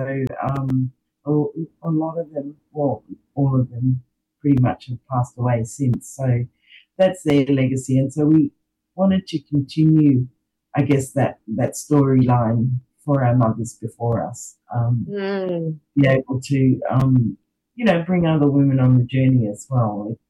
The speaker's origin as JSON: {"language": "English", "town": "Broome", "region": "Western Australia", "country": "Australia", "tie": "born or raised there", "said": "certainly when, I guess, Mitch and I grew up here in Broome."}